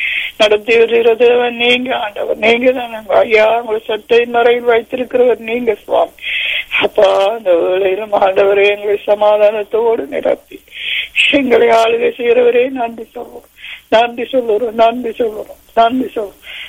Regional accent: Sri Lanka; now in Canada; இலங்கை தேசத்துக்காக வேண்டிக் கொள்றோம். நாங்கள் பிறந்து வளர்ந்த தேசம்

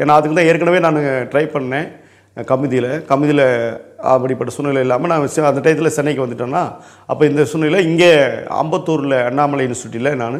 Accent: Mandalamanickam, Tamil Nadu, India; அப்போ எங்கள் ஊர்லேயே, எங்கள் சொந்த ஊர்லேயே மண்டலமணிக்குங்கிற ஊரத்தில் 10th வரைக்கும் இருக்குது.

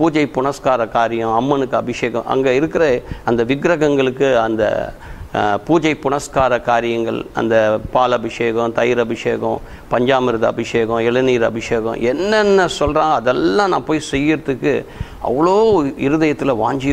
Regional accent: Mylapore, Tamil Nadu, India; born or raised there

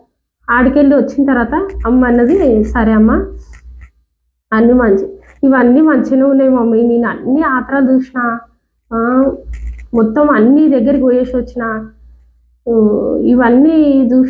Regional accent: Karnataka, India; అంటే మాది కర్ణాటక అని చెప్పిన నేను.

